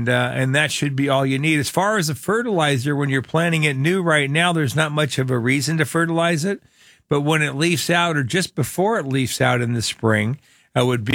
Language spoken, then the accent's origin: English; Phoenix, Arizona, United States; You know, when I grew up here in Sunny Slope, my father's orchid tree is still there.